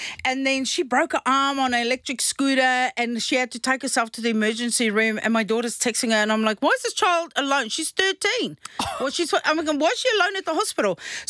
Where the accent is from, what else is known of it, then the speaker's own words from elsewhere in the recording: South Africa; I'm South African, I've got a charcoal barbecue outside.